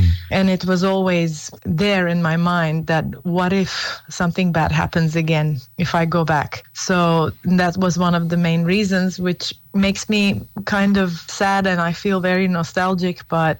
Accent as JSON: {"language": "English", "town": "Beirut", "region": "Beirut Governorate", "country": "Lebanon", "tie": "born or raised there", "second_language": "English", "said": "So we were raised in the Armenian community, mainly went to Armenian schools in Beirut."}